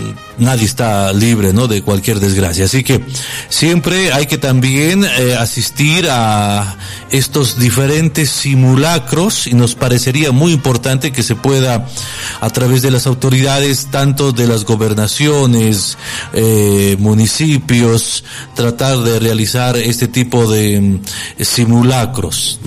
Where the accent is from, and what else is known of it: Bolivia